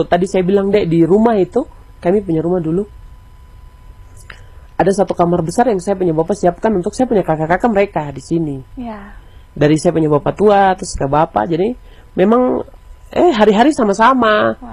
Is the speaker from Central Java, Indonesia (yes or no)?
no; Wamena, Highland Papua, Indonesia; Saya pasti Wamena lah. Saya lahir dan besar di sini, cuaca dan segala macam tong sudah terbiasa dan di sini.